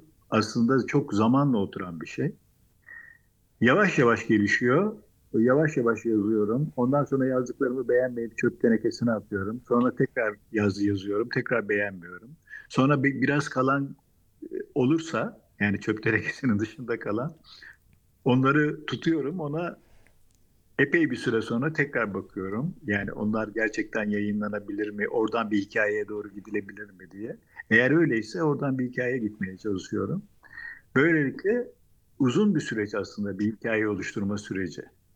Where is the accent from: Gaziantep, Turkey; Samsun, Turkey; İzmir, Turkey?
Samsun, Turkey; born there; also born or lived in Istanbul; Samsun'da doğdum. Ama ailem Samsunlu değil. Babam İstanbullu, annem Selanik doğumlu. İstanbul'da mimarlık okudum.